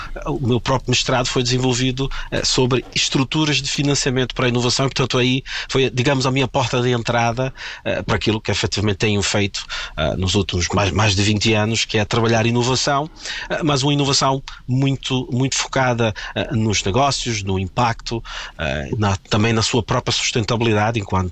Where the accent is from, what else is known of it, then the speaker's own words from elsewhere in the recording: Brazil; now in Portugal; Portugal é minha casa, já é há bastante tempo. O Brasil foi o lugar onde eu nasci, me fez crescer.